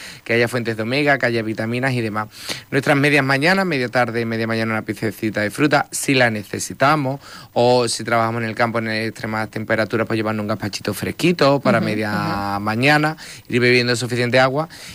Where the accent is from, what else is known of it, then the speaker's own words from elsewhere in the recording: Andalusia, Spain; somos andaluces, nuestra dieta es maravillosa.